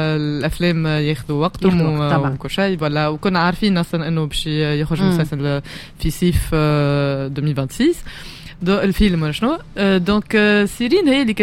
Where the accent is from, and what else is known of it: Tunisia